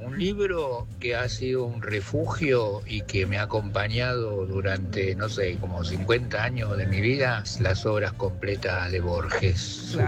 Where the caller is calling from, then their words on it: Buenos Aires, Argentina; de Villa Crespo.